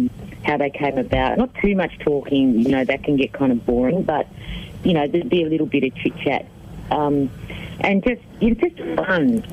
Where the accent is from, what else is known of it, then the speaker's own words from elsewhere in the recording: Australia; we're Australian.